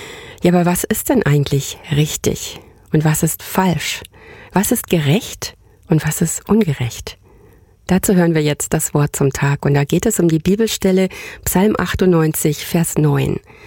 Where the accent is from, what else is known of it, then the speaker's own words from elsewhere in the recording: Hamburg, Germany; ich mal einen ganz lieben Gruß nach Hamburg, meine alte Heimat.